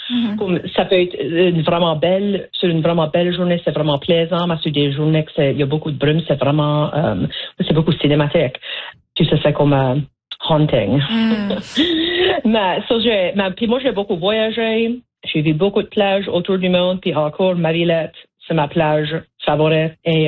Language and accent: French; Petit-Ruisseau, Nova Scotia, Canada; moved away as an adult; now in Toronto, Canada; Oui, so moi j'ai grandi à la Baie-Sainte-Marie. J'ai grandi au Petit-Ruisseau, qui est dans la région Clare. C'est la région acadienne au sud-ouest de la Nouvelle-Écosse.